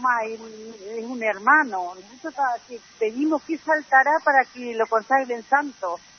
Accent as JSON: {"language": "Spanish", "town": "Esquel", "region": "Chubut", "country": "Argentina", "said": "Bien, acá peregrinando. Venimos de Esquel, yo vengo de Esquel, Chubú, y llegamos el viernes a la bien tarde a la noche."}